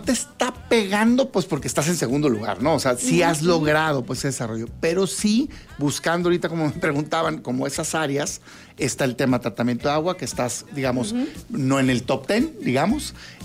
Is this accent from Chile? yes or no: no; Mexico; Como mexicanos, pues claro que no, no puede aspirar un gobierno a que se pongan de acuerdo los criminales, déjenlos en paz.